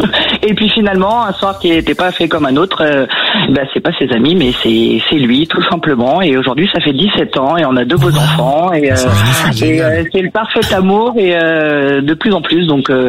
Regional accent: Île-de-France, France; Alors moi, je viens de Seine-et-Marne.

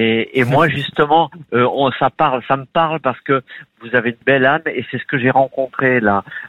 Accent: Châlons-en-Champagne, Grand Est, France; born there; also born or lived in Portugal

